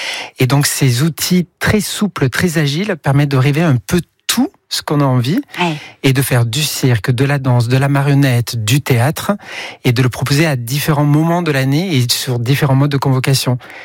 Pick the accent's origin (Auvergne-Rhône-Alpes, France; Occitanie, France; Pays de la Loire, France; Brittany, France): Occitanie, France; Albi; Albi, dans le Tarn.